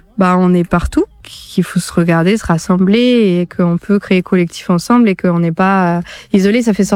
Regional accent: Normandy, France; also born or lived in Paris region / Paris; now in Périgord vert, France; J'y suis depuis 3 mois, mais à la base, je viens de région parisienne. Et j'ai grandi dans le Calvados, un peu plus haut.

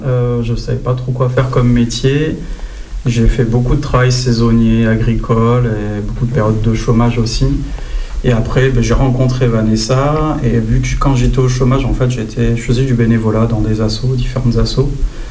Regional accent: Nouvelle-Aquitaine, France; j'ai grandi en HLM, à côté de Bergerac, et mes parents étaient ouvriers, tous les deux. Mmh. Moi, je me considère en classe populaire.

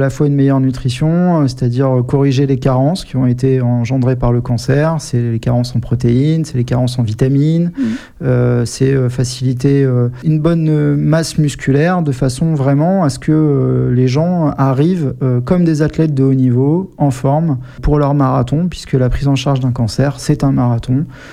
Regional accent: Amiens, Hauts-de-France, France; moi, je suis originaire d'Amiens.

